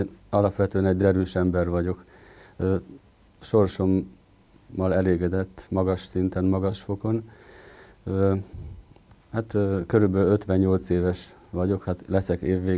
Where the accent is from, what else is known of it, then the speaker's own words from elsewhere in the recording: Fedémes, Heves, Hungary; also born or lived in Eger; Tehát kezdem ott, hogy Egerben születtem, de ott volt kórház, egy mátrai kisfaluból származom, Fedémes a neve.